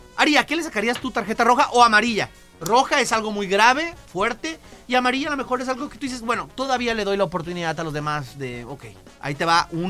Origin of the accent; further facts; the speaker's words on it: Mexico; yo sí soy muy mexicano.